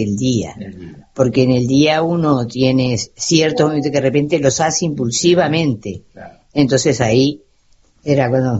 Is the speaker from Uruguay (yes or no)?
yes; Casupá, Florida, Uruguay; saludo a Gustavo … de Casupá, Gustavo